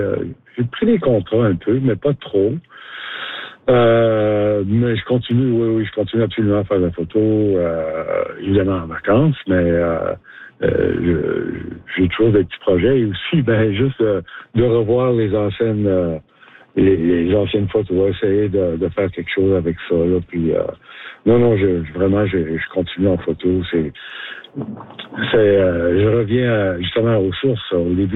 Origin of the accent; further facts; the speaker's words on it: Kapuskasing, Ontario, Canada; moved away as an adult; Moi, j'ai quitté Kapuskasing pour aller étudier en 73.